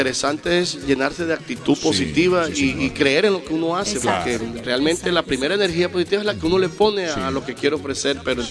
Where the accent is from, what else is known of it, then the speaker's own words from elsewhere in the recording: Valledupar, Cesar, Colombia; decirle a Valledupar que me contraten, si es que yo soy asequible. Yo quiero cantar en mi tierra.